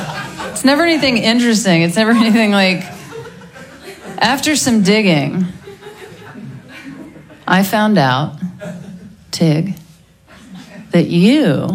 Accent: Mississippi, United States; I'm originally from Mississippi.

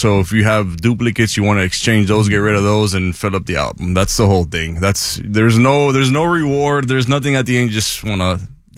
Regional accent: United States; born there; I was born here, so I'm American, but my family is Colombian.

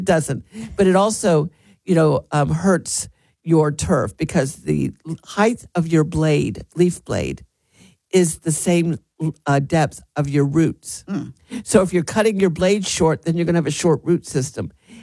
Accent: Winter Haven, Florida, United States; when I was little growing up in Florida, it was Silver Lake in Winter Haven, Lake Silver.

